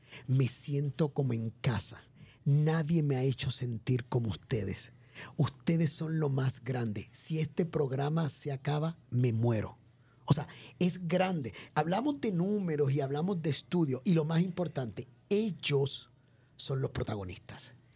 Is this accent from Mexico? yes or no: no; Puerto Rico; now in United States; yo que soy boricua, aunque llevo mucho tiempo allá y algunas veces el acento, que siempre pido disculpas si digo alguna palabra incorrecta, porque pues hablo más en inglés allá que en español